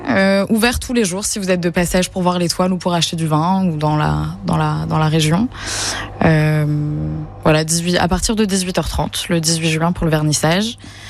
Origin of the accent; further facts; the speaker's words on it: Rio de Janeiro, Brazil; French is a second language; Voilà, et ça a un écho chez moi, au Brésil, à Rio ou ici dans le Cap.